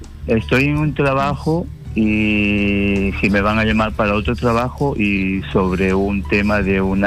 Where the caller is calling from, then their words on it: Chiclayo, Lambayeque, Peru; de Chiclayo.